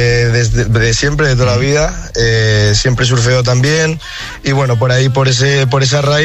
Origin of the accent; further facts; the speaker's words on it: Gijón, Asturias, Spain; soy de Gijón, no de Ribadesella, doy clases en Ribadesella.